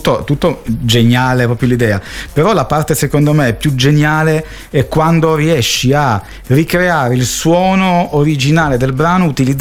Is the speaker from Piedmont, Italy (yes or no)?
yes; Turin, Piedmont, Italy; noi che siamo di Torino